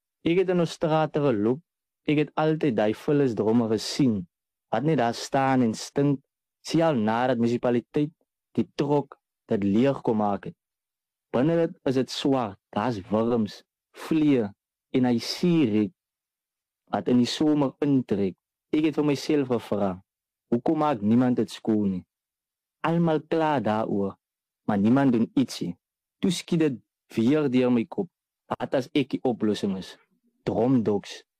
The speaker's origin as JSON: {"language": "Afrikaans", "town": "Lamberts Bay", "region": "Western Cape", "country": "South Africa", "tie": "born or raised there", "said": "ek is oorspronkelijk van Lammersbaai en een ding van my wat nou uitstaan is, ek is 'n jong man"}